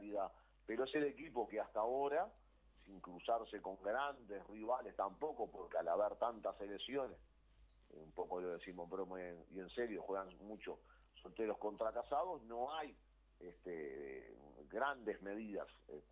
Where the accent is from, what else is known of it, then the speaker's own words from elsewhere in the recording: Uruguay; nosotros como uruguayos